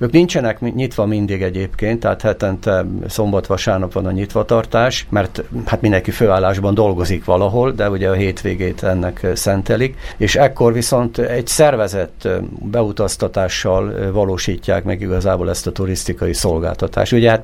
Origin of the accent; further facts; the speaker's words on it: Győr-Moson-Sopron, Hungary; ott a Rába közben, ami az én szülőföldem